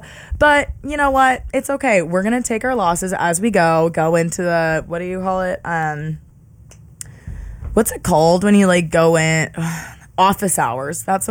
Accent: Pittsburgh, Pennsylvania, United States; which I'm a girl from Pittsburgh, Pennsylvania, and, you know, we just had very different walks of life

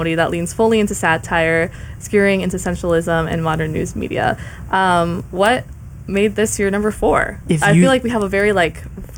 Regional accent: San Diego, California, United States; I am from San Diego

